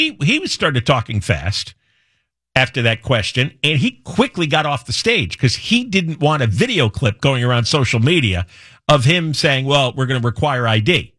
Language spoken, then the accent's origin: English; Northeast, United States; I grew up in the Northeast